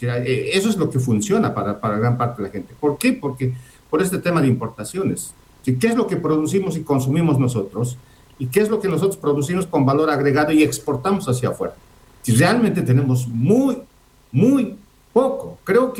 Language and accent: Spanish; Bolivia; Y esto no quiere decir que nosotros no produzcamos riqueza porque somos ineficientes, porque somos bolivianos